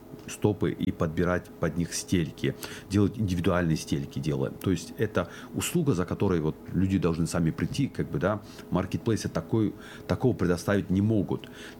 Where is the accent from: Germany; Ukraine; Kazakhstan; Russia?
Russia; Dagestan; я дагестанец